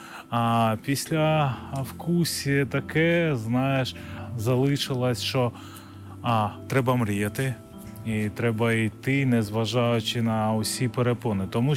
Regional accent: Yerevan, Armenia; Я народився в Вірменії, в місті Єреван. Жив там зі своїми батьками.

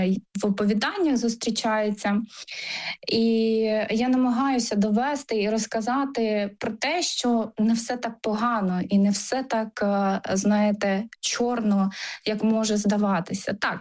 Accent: Crimea, Ukraine; moved away as an adult; also born or lived in Ivano-Frankivsk / Volyn; now in Lithuania; люди дізнаються, що я кримська татарка

